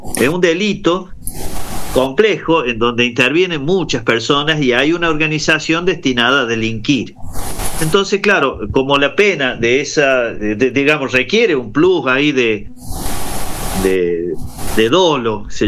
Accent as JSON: {"language": "Spanish", "country": "Argentina", "said": "Nosotros somos parte de la República Argentina"}